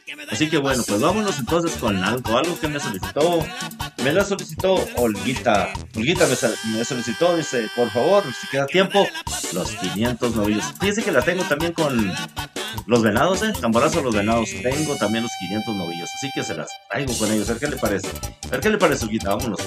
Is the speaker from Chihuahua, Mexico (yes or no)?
yes; Chihuahua, Mexico; todos los que somos de Chihuahua